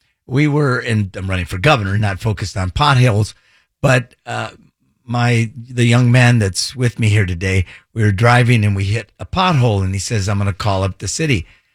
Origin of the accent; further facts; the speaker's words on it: Los Angeles, California, United States; I grew up in Boyle Heights and City Terrace, the East Side.